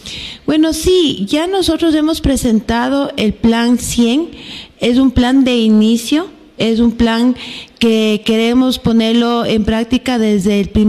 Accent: Ambato, Tungurahua, Ecuador; todos quienes somos la gente de Ambato

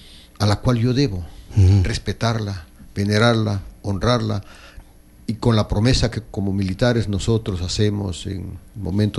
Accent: Amazon, Ecuador; born there; Como ecuatoriano, como un hijo de... del Ecuador, nacido en la geografía patria amazónica, representa mi identidad, el lugar exacto donde nací

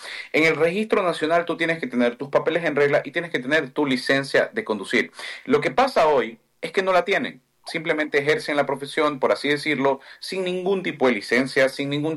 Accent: Ecuador; primero el ecuatoriano, siempre voy a decir eso. Nosotros somos asambleístas del Ecuador y siempre vamos a legislar para los ecuatorianos.

